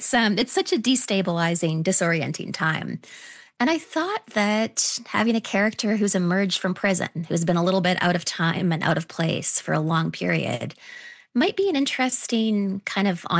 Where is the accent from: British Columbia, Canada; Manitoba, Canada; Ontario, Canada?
British Columbia, Canada; moved away as an adult; now in United States; I'm from the West Coast. I grew up in British Columbia. My dad was from Southern California. My mother was born in Canada, but, dad from the States.